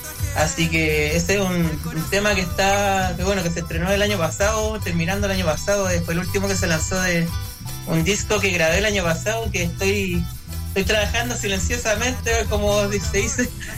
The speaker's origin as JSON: {"language": "Spanish", "town": "Santiago", "region": "Santiago Metropolitan Region", "country": "Chile", "said": "Yo soy de acá, de Gran Santiago, de la comuna de Independencia."}